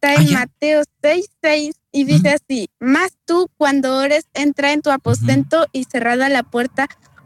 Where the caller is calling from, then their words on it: Tomé, Biobío, Chile; de Tomé, Octavio Región.